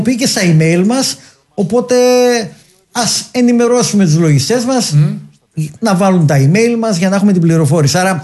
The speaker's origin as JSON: {"language": "Greek", "country": "Greece", "said": "Απλά ως Έλληνας"}